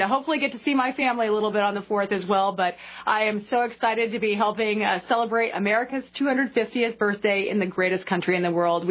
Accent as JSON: {"language": "English", "town": "West Des Moines", "region": "Iowa", "country": "United States", "tie": "born or raised there", "said": "Yeah, nope. I'm a Des Moines area native. I grew up in West Des Moines. I went to Valley High School. I'm a Valley Tiger, class of 2001."}